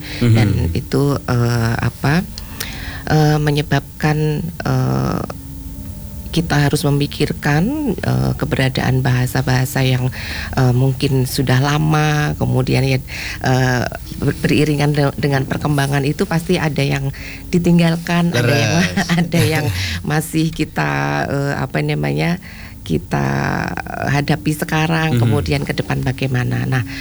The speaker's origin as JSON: {"language": "Indonesian", "region": "Java", "country": "Indonesia", "said": "Kita orang Jawa ya dikenal dengan bahasa Jawa gitu, atau penandanya ya bahasa Jawa."}